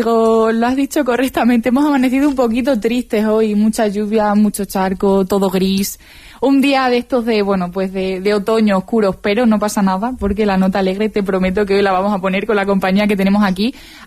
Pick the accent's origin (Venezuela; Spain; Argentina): Spain; Pasarón de la Vera, Extremadura; si paseas por las calles de mi pueblo